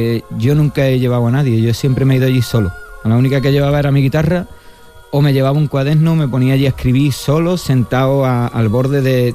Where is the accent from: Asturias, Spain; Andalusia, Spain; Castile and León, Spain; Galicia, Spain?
Andalusia, Spain; Palos de la Frontera; me iba, fíjate tú, qué curioso, de mi pueblo a Matalascaña.